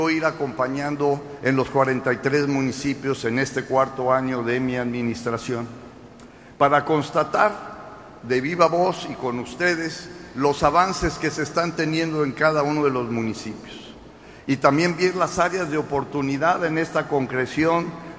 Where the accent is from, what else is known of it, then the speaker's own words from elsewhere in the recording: Mexico; somos humanistas mexicanos porque compartimos historia, porque compartimos cultura, costumbres, alimentación, religión, idioma, y nos identificamos como una gran nación que es esta nación mexicana